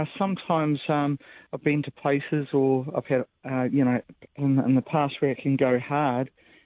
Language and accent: English; New Zealand; I'm from New Zealand. We've got good butter there.